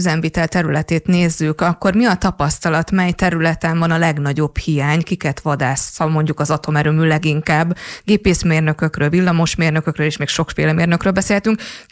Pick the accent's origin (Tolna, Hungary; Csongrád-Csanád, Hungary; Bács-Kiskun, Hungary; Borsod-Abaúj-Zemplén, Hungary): Tolna, Hungary; Paks; tudják, hogy paksi vagyok